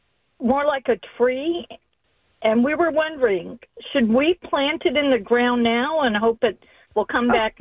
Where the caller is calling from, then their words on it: Milford, New Hampshire, United States; I'm actually calling from Milford, New Hampshire, and I'm sitting in my car.